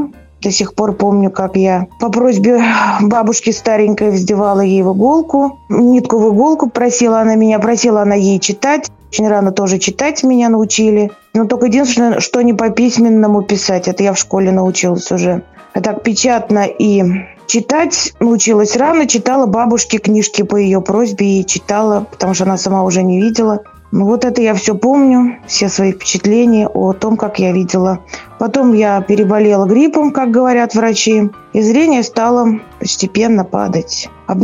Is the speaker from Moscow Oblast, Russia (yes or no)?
no; Samara, Samara Oblast, Russia; Родилась я в городе Куйбышеве, тогда еще был город Куйбышев. Родилась я в 1977 году.